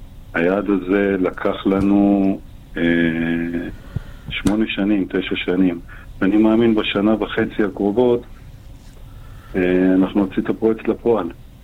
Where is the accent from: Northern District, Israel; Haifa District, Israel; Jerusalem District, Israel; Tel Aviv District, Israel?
Haifa District, Israel; Or Akiva; זה הבית שלי, זה המקום שלי. זה גדלתי באותן דירות שהם אנשים נמצאים.